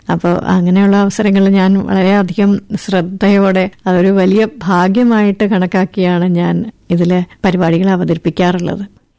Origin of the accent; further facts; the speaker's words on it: Thiruvananthapuram, Kerala, India; എന്റെ വീട് തിരുവനന്തപുരത്താണ്. തിരുവനന്തപുരത്ത്.